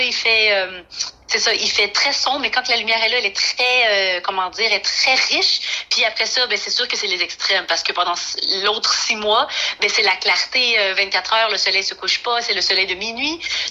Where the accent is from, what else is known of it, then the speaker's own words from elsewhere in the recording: Quebec, Canada; moved away as an adult; now in Whitehorse, Canada; moi, j'ai passé la première moitié de ma vie, disons, au Québec, donc je suis originaire du Québec, mais j'ai passé la seconde moitié de ma vie dans le Grand Nord canadien, au Yukon, à Whitehorse.